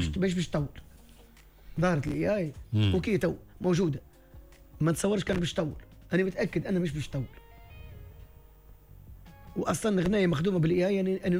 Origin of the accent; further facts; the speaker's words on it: Tunisia; accent: south-eastern Tunisian; moved away; وحنا اصلا في الجنوب الشرقي لهجتنا قريبه ياسر للعربيه الفصحى ما والناس كل تفهمها حتى في تونس يفهمونا القوبسية خاصة نحن نحكي على الجنوب الشرقي قابس مدنين